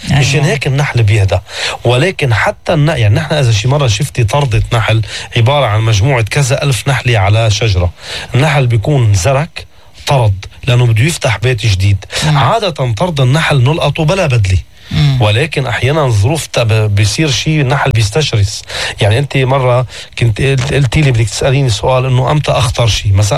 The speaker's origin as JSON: {"language": "Arabic", "town": "Beirut", "region": "Beirut Governorate", "country": "Lebanon", "tie": "born or raised there", "said": "انا ابن بيروت ما عندي ضيعة"}